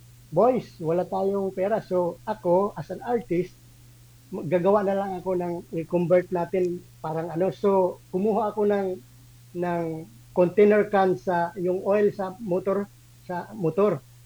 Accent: Eastern Visayas, Philippines; moved away; Kasi doon ako sa probinsya nagsimula eh. Sa Samar, sa hometown ko.

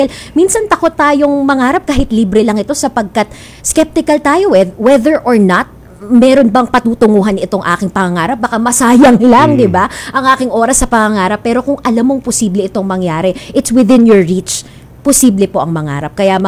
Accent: Bulacan, Central Luzon, Philippines; accent: Bulacan; Lumabas na yung Bulacan accent ko sapagkat ako po pala ay isang proudly Bulacan.

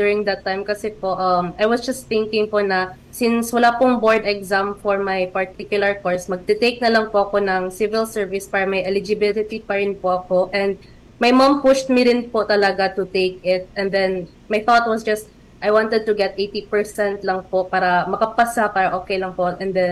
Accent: Bangsamoro, Philippines; Maranao po ako.

